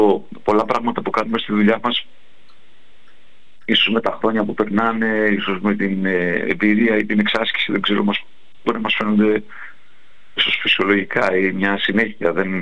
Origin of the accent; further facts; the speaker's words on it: Greece; εμείς σαν Έλληνες